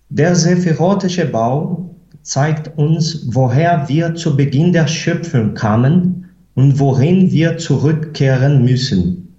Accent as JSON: {"language": "German", "country": "Brazil", "second_language": "German", "said": "ich bin Brasilianer."}